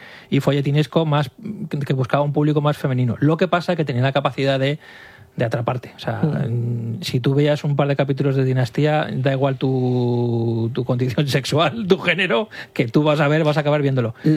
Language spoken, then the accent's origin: Spanish; El Pozuelo, Castilla-La Mancha, Spain; Yo recuerdo un verano en el pueblo, mi pueblo en Cuenca, en el Pozuelo, y que íbamos todos mis primos ahí y nos dormíamos todos en la misma casa